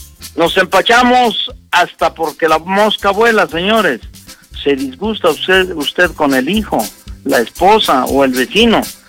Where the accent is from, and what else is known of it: Mexico